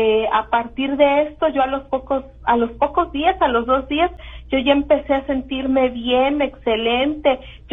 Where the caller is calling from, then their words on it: Fort Worth, Texas, United States; De Fort Worth.